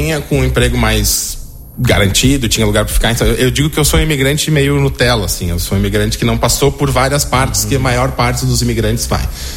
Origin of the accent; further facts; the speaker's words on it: Brazil; moved away as an adult; now in Portugal; E gosto muito de ser latino. Gosto muito de ser brasileiro.